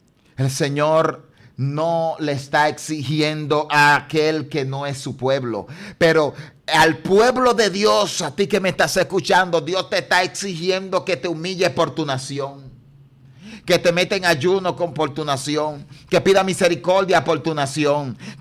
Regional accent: Dominican Republic; nosotros somos República Dominicana, la nación de la Biblia.

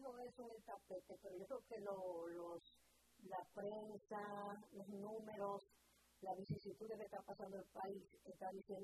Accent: Dominican Republic

